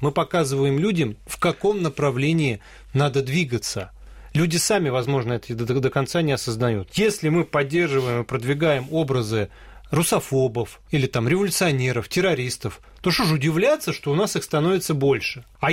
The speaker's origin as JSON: {"language": "Russian", "region": "Moscow", "country": "Russia", "tie": "born or raised there", "said": "как коренной москвич"}